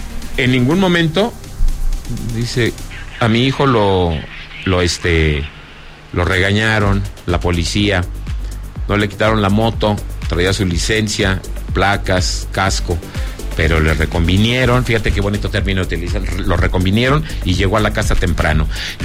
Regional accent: Zacatecas, Mexico; aquí de mi tierra, Zacatecas

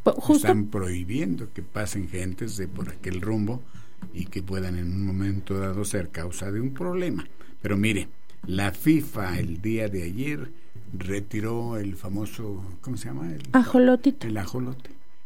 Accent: Zacatecas, Mexico; cómo somos los zacatecanos

